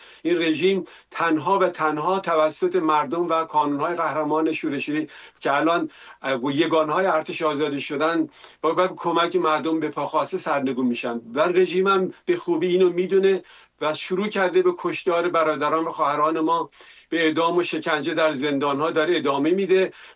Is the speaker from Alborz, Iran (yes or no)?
yes; Karaj, Alborz, Iran; مثلا ما یادمه که به اصطلاح حتی شهیده بودن شهر خودمون کرج کارگران چیتسازی رو رژیم حدود 20 تن از اونان رو در سال 1350 کشت